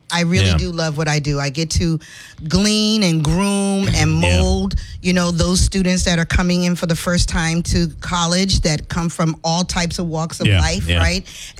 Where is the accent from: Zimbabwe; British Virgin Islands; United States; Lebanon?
British Virgin Islands; moved away; So originally, I am from the British Virgin Islands.